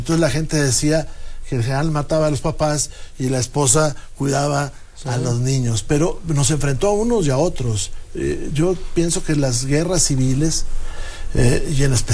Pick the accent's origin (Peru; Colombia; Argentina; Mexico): Mexico; Coahuila; En mi tierra hubo algunos, pocos, en el sur, en Parras y en Saltillo.